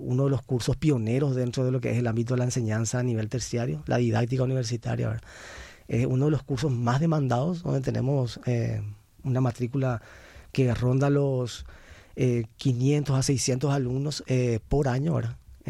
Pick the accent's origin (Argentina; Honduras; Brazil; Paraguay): Paraguay; nosotros particularmente como paraguayos, al ser mediterráneos